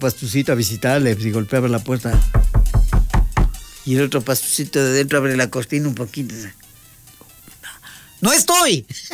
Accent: Quito, Pichincha, Ecuador; a mí me ven en la calle y me dicen, usted es quiteño. Parezco alemán, pero soy quiteña.

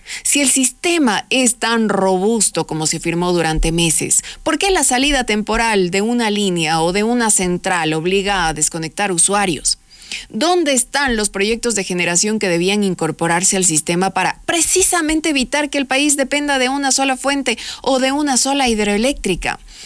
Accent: Ecuador; los que estamos sufriendo somos los ecuatorianos.

